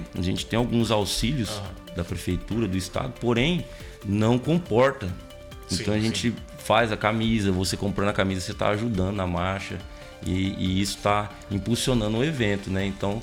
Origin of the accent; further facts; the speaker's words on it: Três Lagoas, Mato Grosso do Sul, Brazil; Eu sou aqui de Três Lagoas mesmo, sou Três Lagoense.